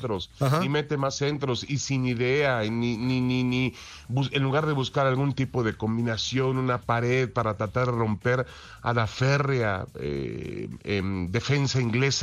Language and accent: Spanish; Mexico; Nada iba a cambiar, si México es campeón del mundo, nada iba a cambiar en los muchos problemas que confrontamos los mexicanos todos los días, eso está claro, ¿no?